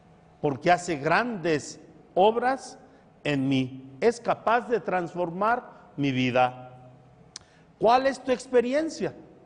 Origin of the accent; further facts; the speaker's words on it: Mexico; como mexicanos o como ciudadanos de esta patria